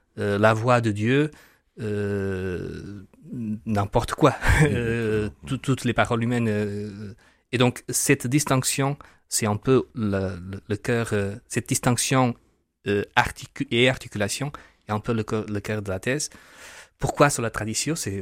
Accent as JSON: {"language": "French", "country": "Portugal", "second_language": "French", "said": "c'est bien prononcé. Donc, je suis portugais, le nom le dénonce."}